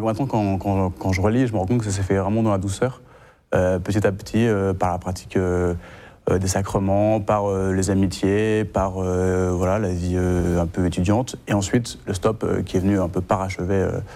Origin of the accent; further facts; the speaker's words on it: Vichy, Auvergne-Rhône-Alpes, France; Moi, je suis né en Auvergne, dans l'Allier, et j'ai grandi dans l'Allier aussi, entre Clermont et Moulins, à Vichy. J'ai grandi dans une famille chrétienne, une famille catholique, avec un parcours tout à fait classique. J'ai grandi plutôt dans le milieu tradi